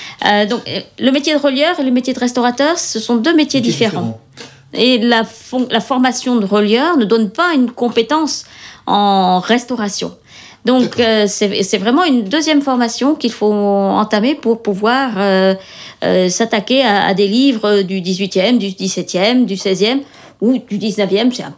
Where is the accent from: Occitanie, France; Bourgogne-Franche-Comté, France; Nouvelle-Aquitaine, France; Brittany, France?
Brittany, France; Saint-Sauveur; Non, je suis originaire de Saint-Sauveur, là où je suis installée maintenant. J'ai habité 10 ans à Brest